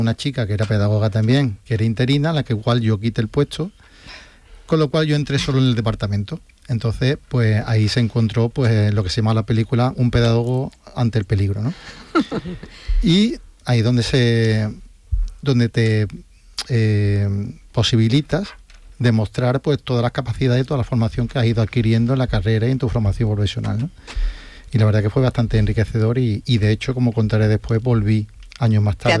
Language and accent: Spanish; Seville, Andalusia, Spain; moved away as an adult; now in Cádiz, Spain; yo soy de Sevilla, me enviaron a Cádiz